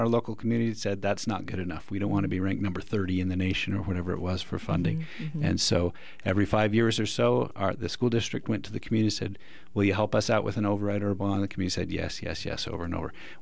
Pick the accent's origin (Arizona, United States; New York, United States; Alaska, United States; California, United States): Arizona, United States; Prescott; I grew up in Prescott, graduated from Prescott High School myself.